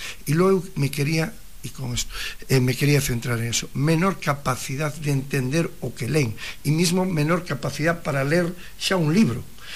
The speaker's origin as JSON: {"language": "Galician", "region": "Galicia", "country": "Spain", "said": "como galegos temos que sentirnos orgullosos que hoxe a xestión de educación é competencia nosa."}